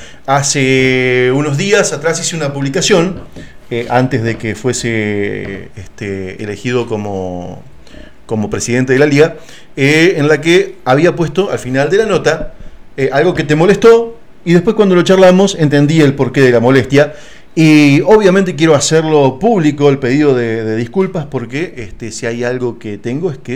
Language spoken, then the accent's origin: Spanish; Argentina; como ven argentino que soy